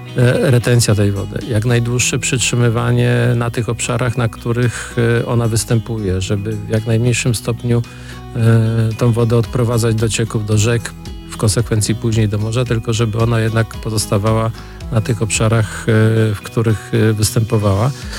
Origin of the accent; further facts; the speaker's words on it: West Pomeranian Voivodeship, Poland; now in Szczecin, Poland; nie jestem rodowitym szczecinianinem, bo pochodzę z rubieży wschodnich naszego województwa, czyli z Karwina